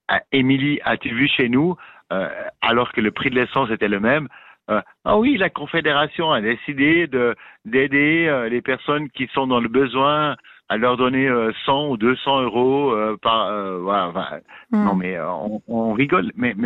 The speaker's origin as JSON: {"language": "French", "country": "Switzerland", "said": "Parce que c'est vrai que c'est pas comparable chez nous en Suisse."}